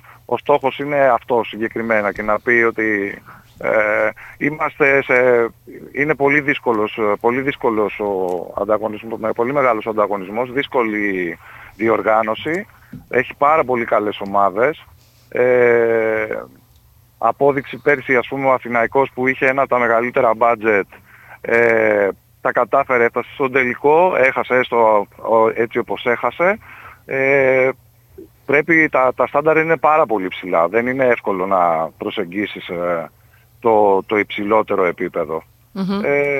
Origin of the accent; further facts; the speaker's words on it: Greece; σαν Έλληνας προπονητής που έχει υπάρξει και πρώτος και βοηθός και στο μπάσκετ των γυναικών στην Ελλάδα.